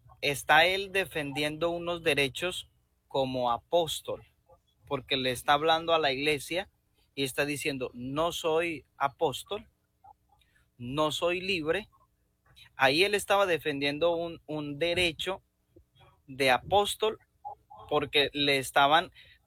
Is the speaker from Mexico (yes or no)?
no; Colombia; now in Panama; yo que soy colombiano, yo tengo derechos, y hoy que estoy en Panamá